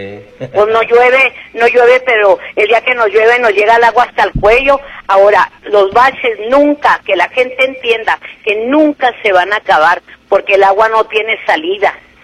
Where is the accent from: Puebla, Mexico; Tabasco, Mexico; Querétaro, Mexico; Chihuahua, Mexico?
Chihuahua, Mexico; Ciudad Juárez; born there; Yo desgraciadamente nací en Chihuahua, y digo desgraciadamente porque a mí me hubiera gustado nacer aquí en Juárez. Tengo 58 años viviendo aquí en Juárez.